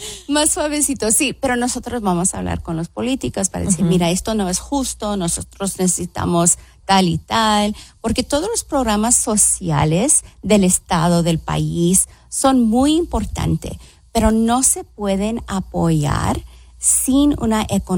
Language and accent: Spanish; Los Angeles, California, United States; Yo me crié en los East LA, en el este de Los Ángeles